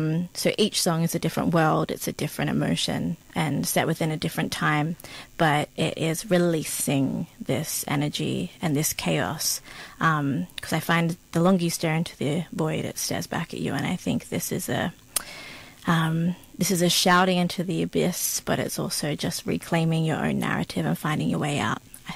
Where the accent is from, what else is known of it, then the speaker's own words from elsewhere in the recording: New South Wales, Australia; So growing up on Darug country was big important part of who I am and my identity as well, and being in between, I guess, from the mountains to the sea was that's kind of about me, where I'm from, where I'm coming from.